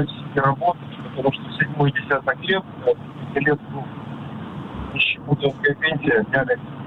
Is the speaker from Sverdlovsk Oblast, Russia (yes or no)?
no; Sochi, Krasnodar Krai, Russia; born there; now in Krasnodar, Russia; Я, тем более, родился в Сочи когда-то.